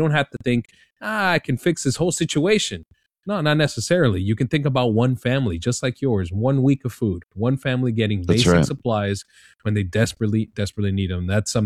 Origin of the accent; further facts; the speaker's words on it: Colombia; now in South Florida, United States; Francesca is actually from my hometown in Colombia. I'm Colombian myself